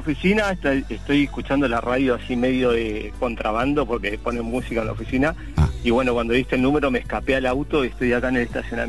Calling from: General Pacheco, Buenos Aires Province, Argentina

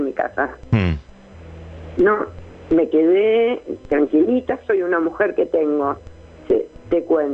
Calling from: Luján, Buenos Aires Province, Argentina; una carnicería muy grande que hay acá en Luján

